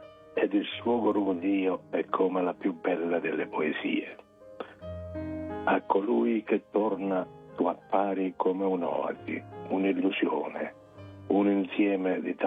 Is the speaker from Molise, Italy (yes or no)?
yes; Jelsi, Molise, Italy; moved away; Al mio paese è dedicato a Jelsi.